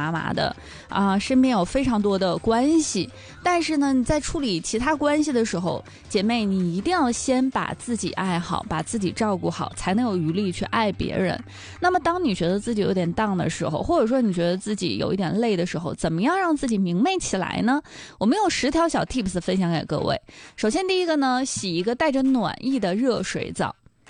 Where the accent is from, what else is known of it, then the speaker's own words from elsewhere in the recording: Northeast China, China; 就是作为咱们东北人啊，我真的觉得有一个至高无上的享受的一个方式，就是去澡堂的搓。